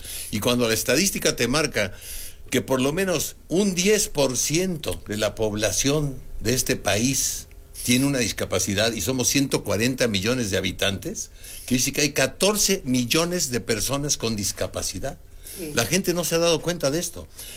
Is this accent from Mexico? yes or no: yes; Mexico City, Mexico; born there; Yo nací en la Lagunilla, por eso lo menciono.